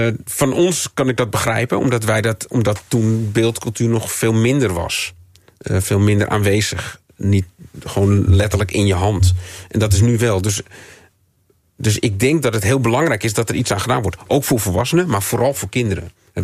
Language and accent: Dutch; Amsterdam, North Holland, Netherlands; born there; Toen ik als puber in Amsterdam geweigerd werd bij discotheken.